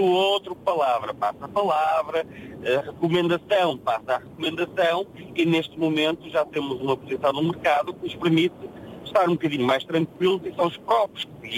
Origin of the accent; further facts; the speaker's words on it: Marco de Canaveses, Porto, Portugal; moved away; Eu sou de Marco de Canaveses.